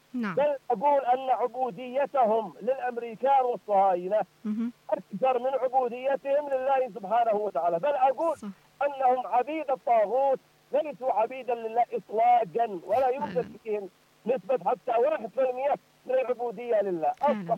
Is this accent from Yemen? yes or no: yes; Yemen; فنحن كشعب يمني